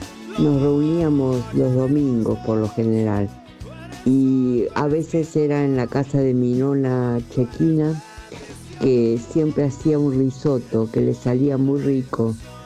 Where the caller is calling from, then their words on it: Buenos Aires, Argentina; de Devoto.